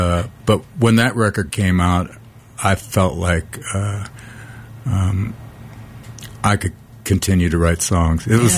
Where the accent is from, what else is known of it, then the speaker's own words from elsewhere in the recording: Great Falls, Montana, United States; I grew up in Montana, out on the plains outside of Great Falls. And my dad bought a house it was about a mile from the Missouri River. And it felt really secluded out there.